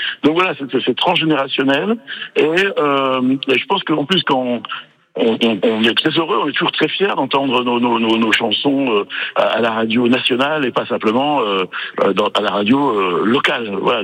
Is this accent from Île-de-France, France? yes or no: no; Brittany, France; born there; first language Breton and French; je suis né dans le Léon, dans le Finistère Nord. Donc, j'ai deux langues maternelles, le breton et le français.